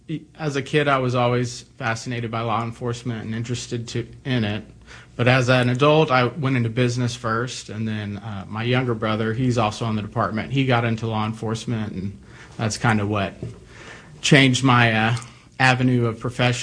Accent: Colorado, United States; moved away as an adult; now in Kansas City, United States; So I am actually originally from Colorado.

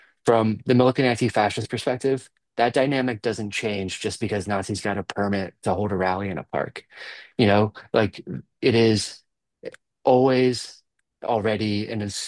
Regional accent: Gettysburg, Pennsylvania, United States; I grew up in Gettysburg, Pennsylvania.

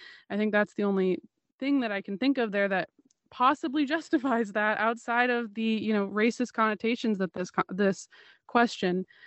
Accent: Oregon, United States; This is something that I became aware of recently from someone who moved to my home state, Oregon, from Georgia

